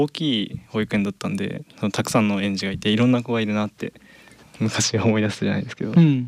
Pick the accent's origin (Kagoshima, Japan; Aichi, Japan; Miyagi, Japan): Aichi, Japan; いや、地元は愛知です。